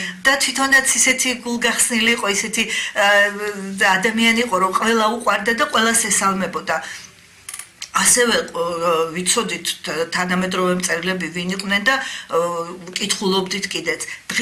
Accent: Tbilisi, Georgia; დავამთავრე თბილისის 30-ე საშუალო სკოლა. ეს მდებარეობს კიევის ქუჩაზე. მან გავიზარდე ჩემი ბავშვობის უბანია და დღემდე ძალიან მიყვარს.

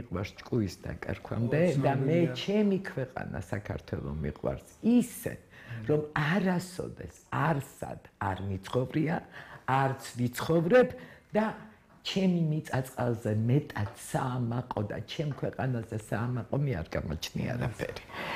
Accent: Tbilisi, Georgia; თბილისელი ვარ, თბილისურად მოვიქცევი.

